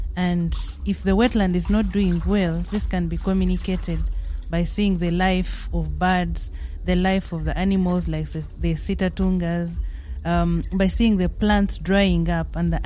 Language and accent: English; Uganda; I come from Uganda.